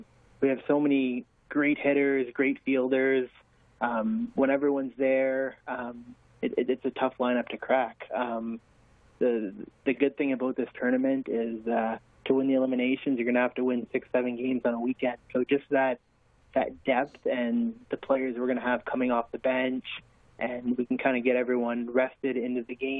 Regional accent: LaSalle, Ontario, Canada; also born or lived in Iowa / Livonia, Michigan; I grew up in the LaSalle, Amherstburg area.

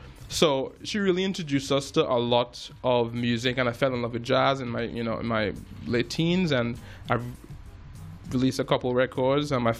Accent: Belmont, Trinidad & Tobago; also born or lived in United States; now in Toronto, Canada; I grew up in Trinidad and Tobago, and I moved to Toronto about 13 years ago. Mm-hmm. Before that, I was studying in the States a bit, and I grew up around music. I grew up in Belmont, Trinidad.

